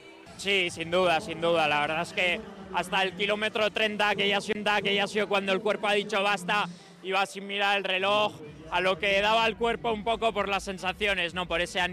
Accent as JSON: {"language": "Spanish", "region": "Basque Country", "country": "Spain", "said": "Increíble, la verdad, esto último del primer vasco no era algo ni que me hubiera planteado que pudiera conseguir."}